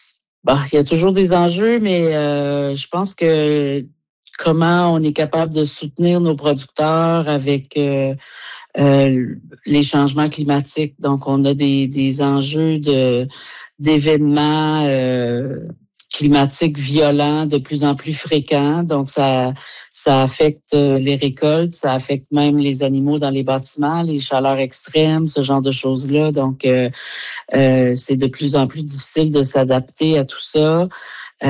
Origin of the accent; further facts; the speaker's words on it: Quebec, Canada; Moi, je viens du Québec.